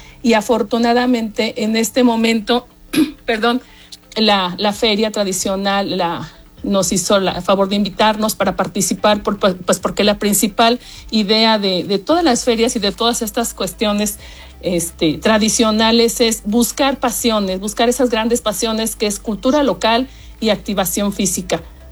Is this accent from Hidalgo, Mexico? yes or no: yes; Zimapán, Hidalgo, Mexico; now in Pachuca, Mexico; Somos de Zimapán, en este momento vivimos en Pachuca, pero somos de Zimapán